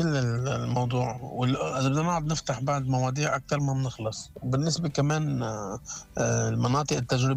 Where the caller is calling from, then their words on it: Lebanon; والله نحن ايه نحن بنحب نجي على لبنان لان الشعب اللبناني بحب الحياه